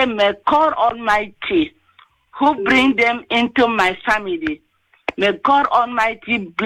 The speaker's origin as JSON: {"language": "English", "town": "Ikorodu", "region": "Lagos", "country": "Nigeria", "said": "from Ikorodu."}